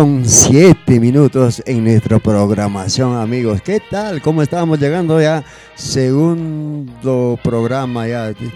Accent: Ancash, Peru; Eso es lo importante de mi pueblo lindo del Callejón de Huaylas.

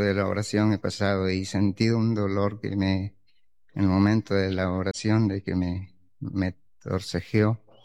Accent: Tongorrape, Lambayeque, Peru

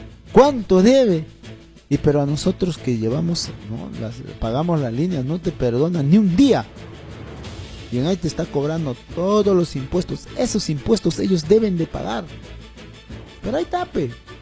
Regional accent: Ricrán district, Junín, Peru; born there; mi pueblo donde me vio nacer, distrito de Ricrán

